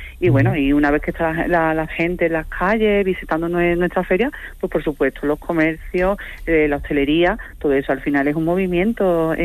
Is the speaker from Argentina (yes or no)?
no; Bollullos, Andalusia, Spain